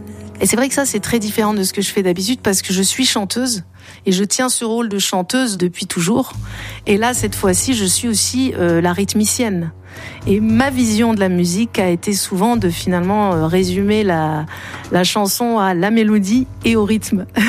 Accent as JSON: {"language": "French", "country": "Algeria"}